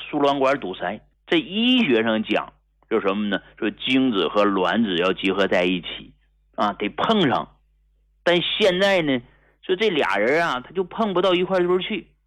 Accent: Hegang, Heilongjiang, China; 我是从农村走出来的中医大夫，一个土生土长的农民的儿子啊，从黑龙江鹤岗农村走出来的一个平民医者

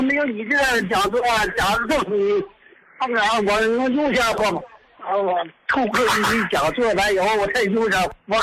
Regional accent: Dalian, Liaoning, China; 我终于和你通话了。我是大连的。

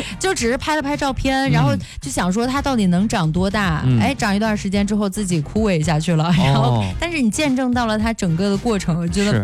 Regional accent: Henan, China

